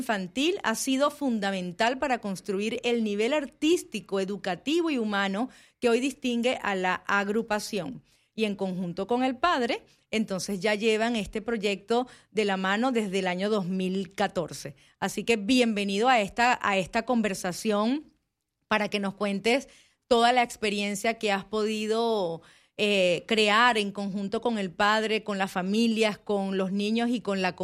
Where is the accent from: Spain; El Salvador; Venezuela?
Venezuela; moved away; Yo también soy venezolana